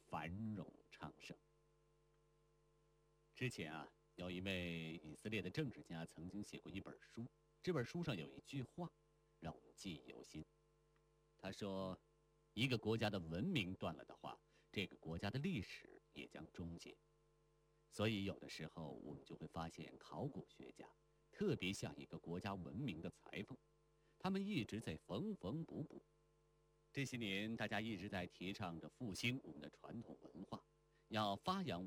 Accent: China

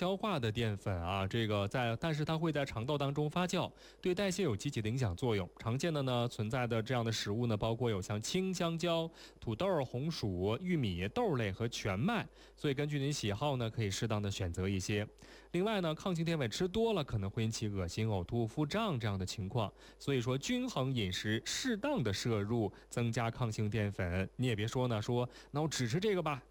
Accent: Northeast China, China; born or raised there; now in Beijing, China

